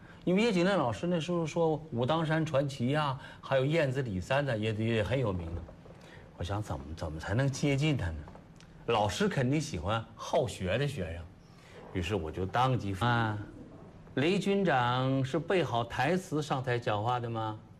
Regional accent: Sheyang, Jiangsu, China; born there; 因为我是生在射阳，

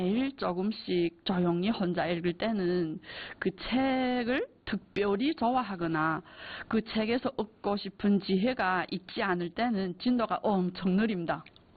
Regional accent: China; moved away; 우리는 조선족이라서 지금까지 이제까지 계속 조선말로 학교를 다녔었고

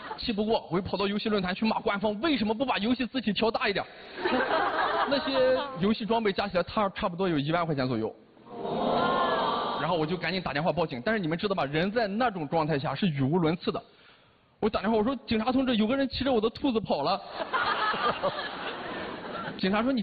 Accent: Shandong, China; 因为我们山东人平时说话就倒装。

